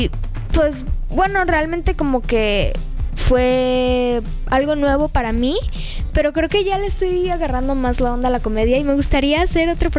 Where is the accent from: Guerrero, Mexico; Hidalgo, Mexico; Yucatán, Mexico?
Guerrero, Mexico; Acapulco; yo soy de Acapulco y pude grabar una escena en Acapulco, entonces estuvo muy chido regresar a mi...